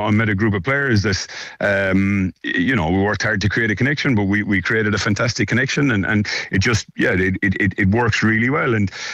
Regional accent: Clare, Munster, Ireland; moved away as an adult; now in Bordeaux, France

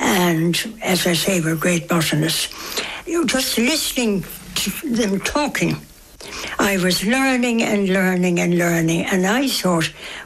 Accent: Munster, Ireland; moved away as an adult; now in Burren, Ireland; I come from County Cork

